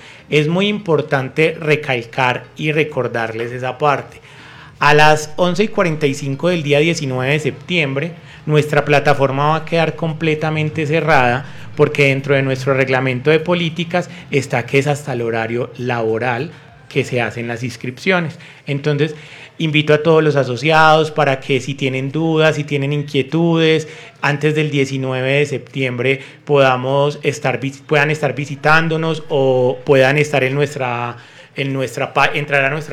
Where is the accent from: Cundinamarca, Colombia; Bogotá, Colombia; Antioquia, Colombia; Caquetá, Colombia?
Antioquia, Colombia; como buen paisa casi siempre dejamos todo para lo último.